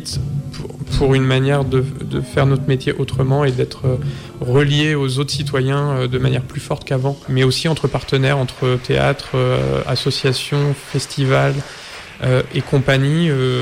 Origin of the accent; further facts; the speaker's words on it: Hauts-de-France, France; une région que je connais bien parce que je viens de la Somme au départ, toute ma famille de longue date et de la Somme et Picarde.